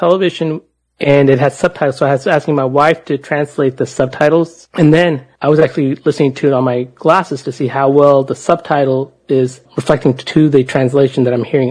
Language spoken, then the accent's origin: English; India; especially in India. You know, we have different dialects with so many different languages.